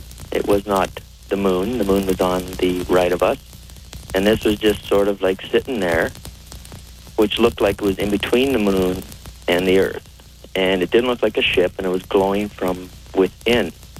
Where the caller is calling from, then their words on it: Edmonton, Alberta, Canada; I'm from Edmonton